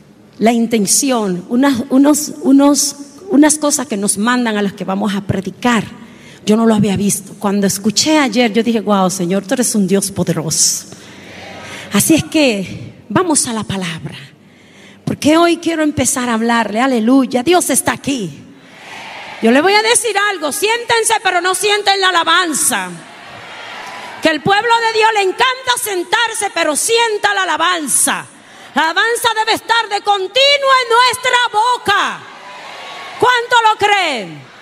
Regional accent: Miches, El Seibo, Dominican Republic; now in Chicago, United States; Yo soy de Miche, en Santo Domingo.

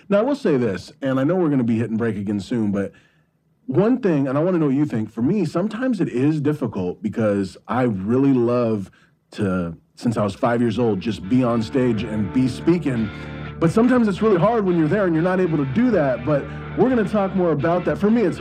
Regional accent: Paradise, California, United States; I love Paradise. I'm from Paradise.

